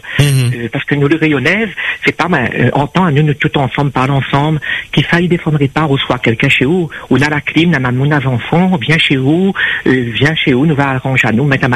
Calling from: Montpellier, Occitanie, France; Moi-même, j'habite à Montpellier, dans le sud de la France. Il y a la mer, il y a tout autour de moi.

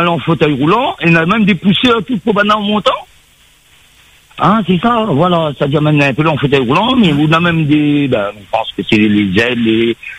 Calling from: Saint-Louis, Réunion; je suis à Saint-Louis. Enfin, pas dans les bas. Moi, j'habite à la moitié, c'est-à-dire moitié dans les bas, moitié dans les hauts.

